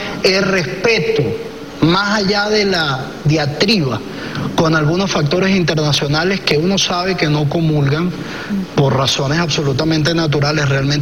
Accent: Venezuela; estamos defendiendo lo que nos caracteriza como nación venezolana.

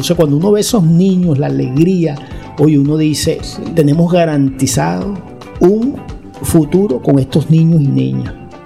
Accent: Barinas, Venezuela; moved away as an adult; now in Caracas, Venezuela; haciendo vida académica en la Universidad Central de Venezuela, aquí en Caracas, pues, desde que tuve que trasladarme de Barinas, mi tierra natal

